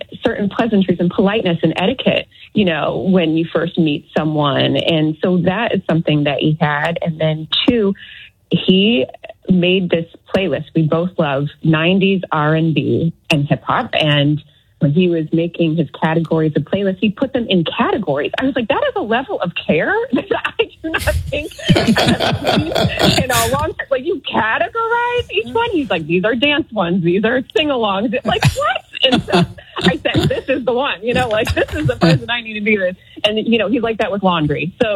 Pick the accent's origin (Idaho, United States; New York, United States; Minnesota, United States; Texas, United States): New York, United States; He had some ties here and I do too. I'm from New York.